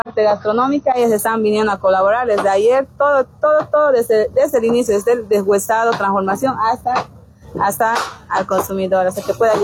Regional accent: Entre Ríos, Cochabamba, Bolivia; yo soy de aquí del municipio de Entre Ríos

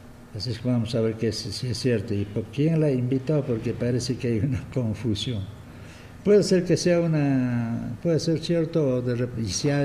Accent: Acomayo province, Cusco, Peru; la parte alta de mi provincia de Acumayo.

